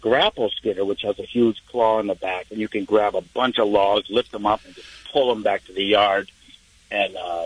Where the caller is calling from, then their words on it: Maine, United States; I'm from Maine